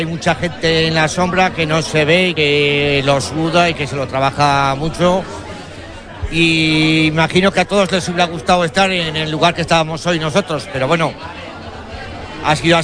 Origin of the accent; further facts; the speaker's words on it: Tudela, Navarre, Spain; Sí, yo soy de Tudela y Pascual.